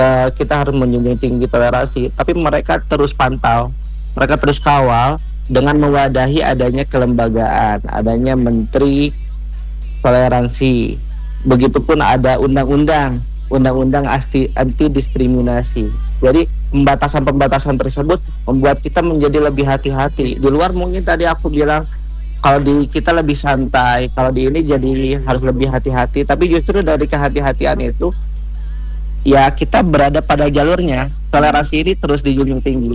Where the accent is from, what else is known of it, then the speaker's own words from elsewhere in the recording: Bandung, West Java, Indonesia; moved away as an adult; now in Sharjah, United Arab Emirates; Aku asli Bandung, Kak.